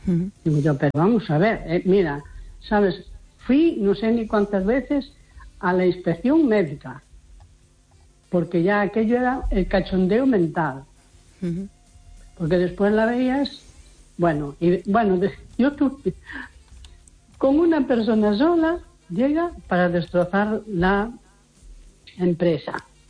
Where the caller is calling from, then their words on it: A Coruña, Galicia, Spain; de Coruña.